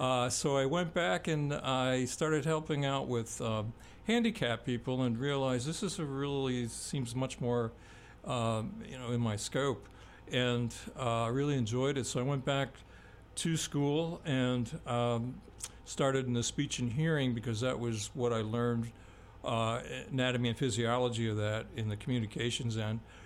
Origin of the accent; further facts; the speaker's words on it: New Jersey, United States; moved away as an adult; also born or lived in New York City; now in North Country, United States; I grew up in New Jersey, always wanted to be up north, and once I got up here, I really never want to leave, but this was back in the 70s